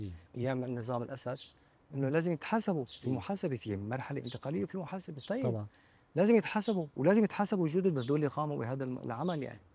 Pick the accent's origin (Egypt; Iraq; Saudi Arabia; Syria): Syria; نحن كسوريين